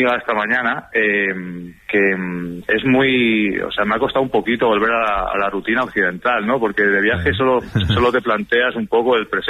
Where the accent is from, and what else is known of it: Zamora, Castile and León, Spain; now in Barcelona, Spain